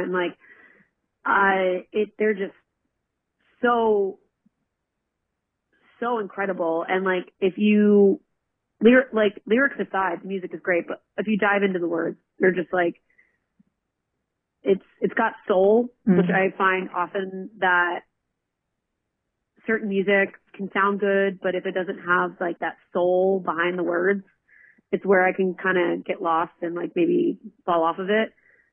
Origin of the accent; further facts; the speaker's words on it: Philadelphia, Pennsylvania, United States; moved away as an adult; now in Queens, New York, United States; I'm from Philadelphia originally. Like I've only been living in New York for about almost 7 years now.